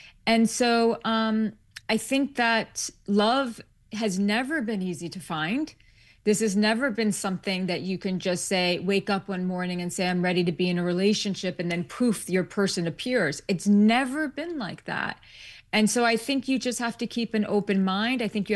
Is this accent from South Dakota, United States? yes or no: no; New York City, New York, United States; I was born and raised in New York.